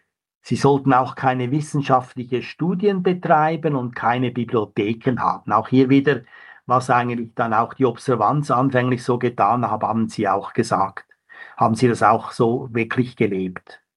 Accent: Switzerland; Ich denke zum Beispiel meine Heimat Schweiz, da haben die Kapuziner eine ganz wichtige Rolle gespielt.

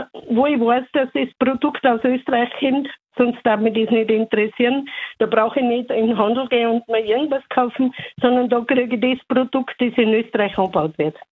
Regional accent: Bavaria, Germany; ja, das war immer als Bayerin meine Einstellung.

